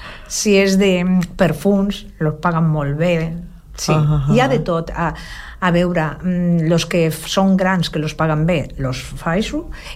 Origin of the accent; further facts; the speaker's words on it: Catalonia, Spain; born there; first language Spanish; Catalan is a second language; sempre m'ha agradat parlar el català. És que, a veure, jo no he nascut a Barcelona, però m'estimo Barcelona. Jo considero que sóc catalana. Hi ha gent amb 40 o 30 anys que no porten tota la vida com jo a Catalunya.